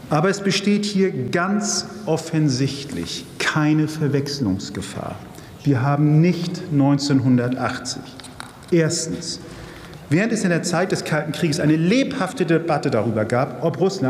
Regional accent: Hamburg, Germany; Als Hamburger

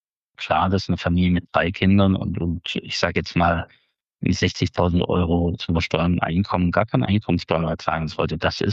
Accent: Jena, Thuringia, Germany; born or raised there

